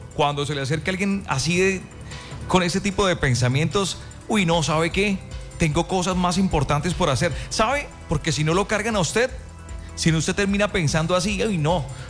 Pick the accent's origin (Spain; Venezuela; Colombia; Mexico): Colombia